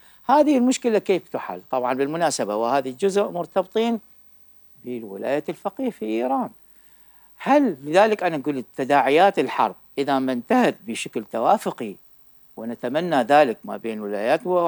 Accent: Iraq; أنا عراقي

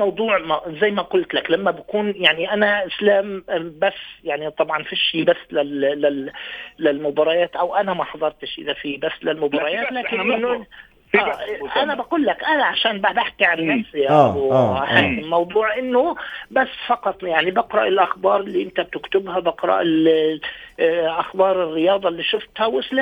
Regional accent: Palestine; وفخر لإنا كفلسطينيين

